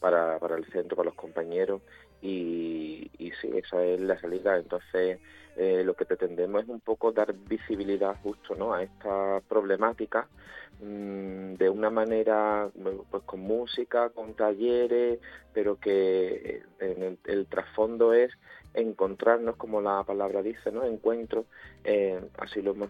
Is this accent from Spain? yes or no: yes; Puerto Real, Andalusia, Spain; pero mira, se está haciendo esto en mi pueblo, en Puerto Real, en la asociación, el ayuntamiento, en mi pueblo